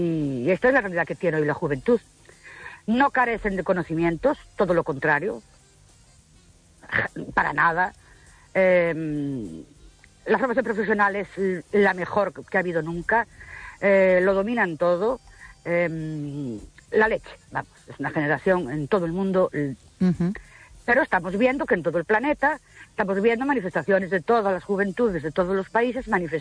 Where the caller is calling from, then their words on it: Ourense, Galicia, Spain; Buenas noches … de Ourense.